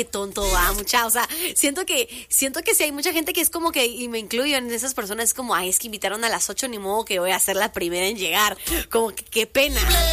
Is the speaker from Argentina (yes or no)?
no; Guatemala; los chapines no sabemos decir que no